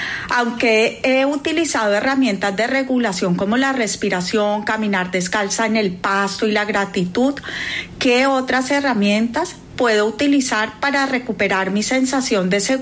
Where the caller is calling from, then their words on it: Pereira, Risaralda, Colombia; psicóloga y coach espiritual. Vivo en Pereira y experimenté aquí el terremoto.